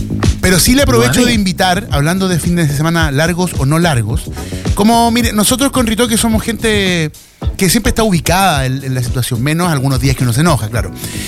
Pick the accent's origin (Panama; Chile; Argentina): Chile; Como chileno, me encanta.